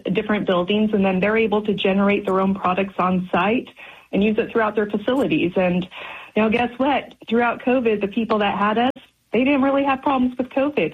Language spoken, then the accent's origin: English; Idaho, United States; Nice to be talking to folks in my home state of Idaho.